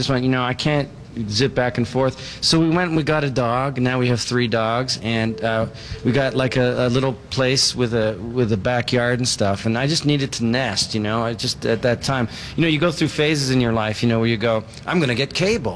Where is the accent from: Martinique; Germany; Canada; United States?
Canada; Toronto, Ontario; I'm like this Protestant guy from Toronto of English parents, and I married a New York Jewish girl from Queens